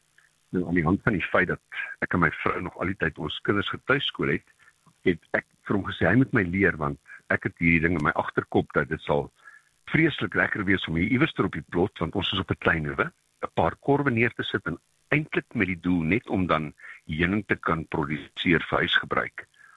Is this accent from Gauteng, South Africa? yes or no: yes; Alberton, Gauteng, South Africa; born there; also born or lived in Nigel, Gauteng; ek het aanvanklik in Alberton was op laerskool en van daar het my ouers verhuis na Nigel, waar my pa saam met Wyle … 'n ingenieursbesigheid van stapel gestuur het. En ek het aan Hoërskool John Vorster gematrikuleer.